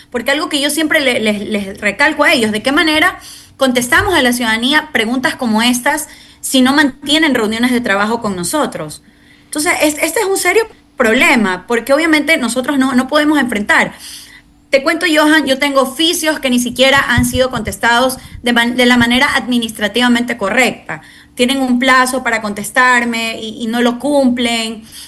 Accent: Vinces, Los Ríos, Ecuador

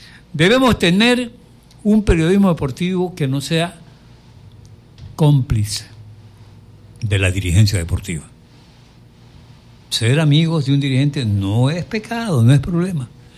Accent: Ecuador

